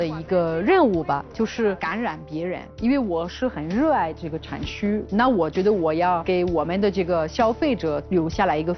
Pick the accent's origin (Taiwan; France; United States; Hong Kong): France; Chinese is a second language; moved away; 我是比较有特色的法国人